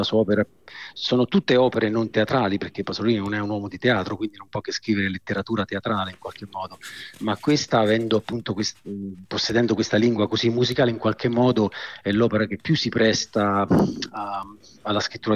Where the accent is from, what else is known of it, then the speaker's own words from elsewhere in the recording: Sardinia, Italy; io poi sono sardo e in qualche modo ho riscritto il Macbeth di Shakespeare in sardo